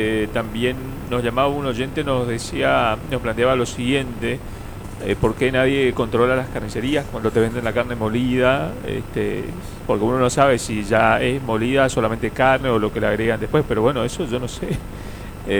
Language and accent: Spanish; Argentina; Yo, por ejemplo, soy argentino siempre.